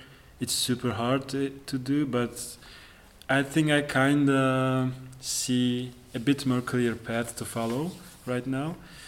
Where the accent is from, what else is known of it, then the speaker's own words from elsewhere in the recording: Istanbul, Turkey; I am 27 years old and I am coming from Turkey. I'm from Istanbul.